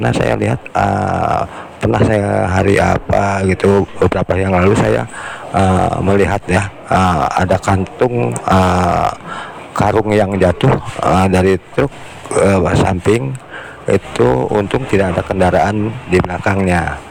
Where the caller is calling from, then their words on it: Bogor, West Java, Indonesia; Saya warga Kota Bogor